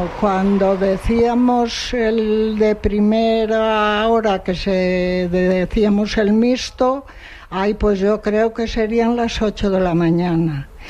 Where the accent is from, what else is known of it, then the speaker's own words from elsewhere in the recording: Anllares, Castile and León, Spain; Sí, soy de Anyares.